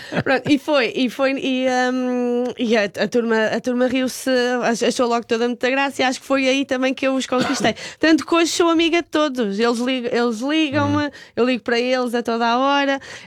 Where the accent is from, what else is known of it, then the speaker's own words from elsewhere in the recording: Elvas, Alentejo, Portugal; also born or lived in Covilhã; now in Lisbon, Portugal; na verdade, na Covilhã eu nasci praticamente só lá. Depois fui logo a viver no Alentejo.